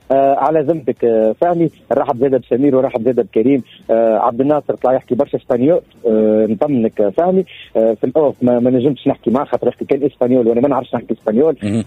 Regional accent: Tunisia; انا ديما تونسي نبقى ديما تونسي

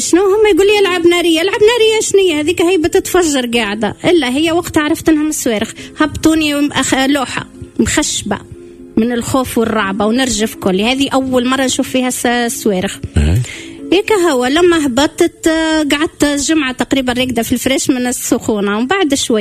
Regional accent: Tunisia; moved away as an adult; now in Gaza, Palestine; تونس أنا طلعت في 2005 من تونس

